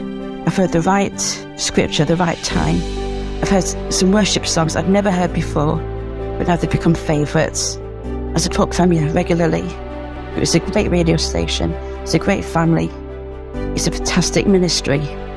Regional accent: Yorkshire and the Humber, United Kingdom; from Yorkshire.

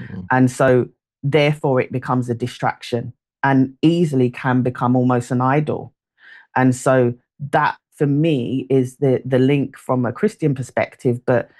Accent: London, United Kingdom; I did not grow up with a silver spoon in my mouth. I grew up in Peckham and Brixton and tough areas.

